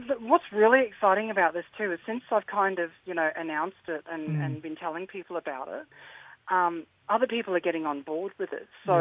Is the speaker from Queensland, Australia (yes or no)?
yes; Chillagoe, Queensland, Australia; now in Mareeba, Australia; growing up in Chiligo, there wasn't a whole lot to do except, going camping and fishing